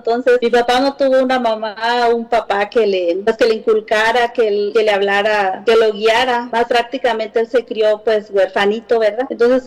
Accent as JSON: {"language": "Spanish", "region": "Oaxaca", "country": "Mexico", "tie": "born or raised there", "said": "soy allá de un pueblito chiquito allá del estado de Oaxaca, allá en la sierra."}